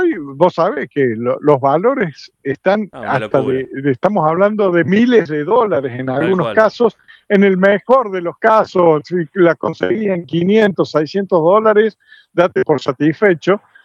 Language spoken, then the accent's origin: Spanish; Córdoba, Argentina; hay algo que también me llama la atención como cordobés